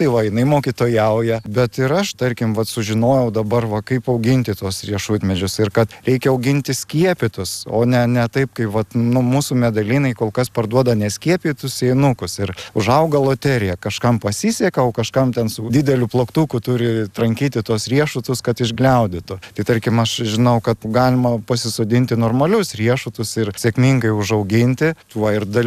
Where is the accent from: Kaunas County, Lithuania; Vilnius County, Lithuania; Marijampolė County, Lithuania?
Vilnius County, Lithuania; Širvintos; moved away; also born or lived in Molėtai; aš augau nedideliam miestelį Širvintose, ten buvo sodas